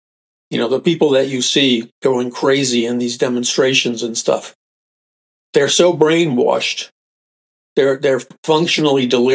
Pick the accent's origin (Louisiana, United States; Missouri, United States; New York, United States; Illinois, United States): New York, United States; New York City; I remember growing up in New York City, people talked very straight, a lot of people are turned off, but you know, I can't do anything about that. That's where I was raised.